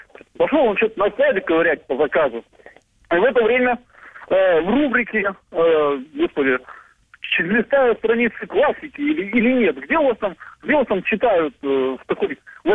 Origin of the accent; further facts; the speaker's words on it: Kostomuksha, Republic of Karelia, Russia; родиться в прекрасном месте. У нас очень маленький, но уютный городок, которому еще 40 лет даже нет. И совместно с Финной, между прочим, построенный.